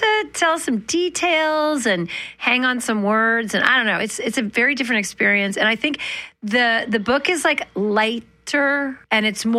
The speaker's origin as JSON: {"language": "English", "region": "Manitoba", "country": "Canada", "tie": "born or raised there", "said": "Growing up in Manitoba, I always tell this story."}